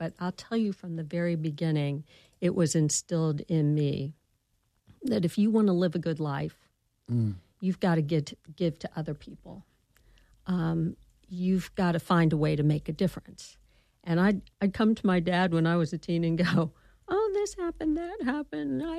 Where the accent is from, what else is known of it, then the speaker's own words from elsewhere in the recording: Atlanta, Georgia, United States; I grew up in Atlanta.